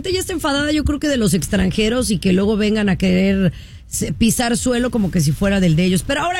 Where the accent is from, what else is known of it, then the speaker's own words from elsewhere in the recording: Mexico; uno como mexicano también hay que bajarle dos rayitas.